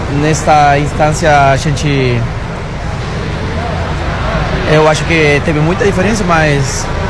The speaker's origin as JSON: {"language": "Portuguese", "country": "Uruguay", "said": "Nós somos uruguaios, mas tem um jogo a mais e vamos brigar até o final."}